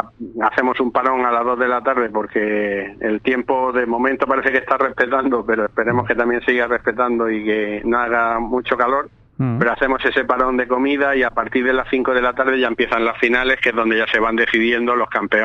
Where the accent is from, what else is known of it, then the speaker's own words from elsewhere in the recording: San Juan de los Terreros, Andalusia, Spain; en principio era para ver el rugby en mi pueblo, en San Juan de los Terreros, en Pulpí